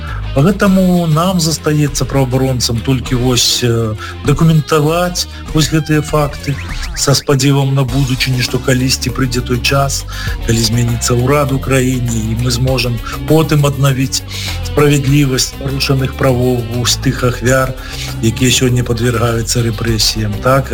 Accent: Belarus; Тем не менее, Беларусь не ратифицировала Европейской конвенции по правам человека. И, безусловно, мы, белорусы, не могли супроть своей державы подавать ненавито скарги у Европейский суд.

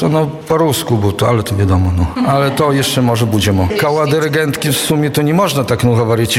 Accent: Narewka, Podlaskie Voivodeship, Poland; ja z Narowskiej gminy, czyli jestem tak jakby najmłodszy tu

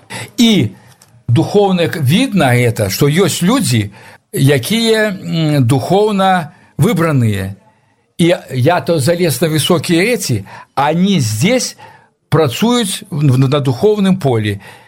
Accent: Vawkavysk, Grodno Region, Belarus; moved away as an adult; also born or lived in Moscow; и никакого акцентования не было на том, что мы белорусы. У нас в семье размовляли, до речи, по-польску, а мы размовляли уже в русской школе по-русски, Волковыске в городе. А я потом закончил, поехал в Москву.

